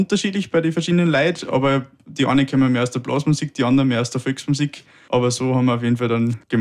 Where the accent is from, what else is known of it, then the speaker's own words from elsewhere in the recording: Austria; Wir sind alle verstrahlt aus Niederösterreich, Oberösterreich und Salzburg.